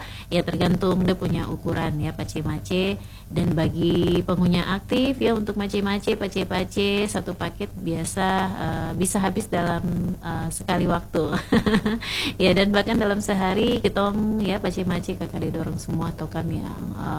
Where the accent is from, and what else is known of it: Papua, Indonesia